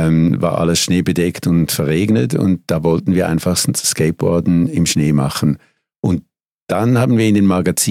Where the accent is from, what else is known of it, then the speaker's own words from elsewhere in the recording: Switzerland; moved away; Also ursprünglich bin ich aus der Schweiz und mit einem portugiesischen Vater und einer Schweizer Mutter aufgewachsen.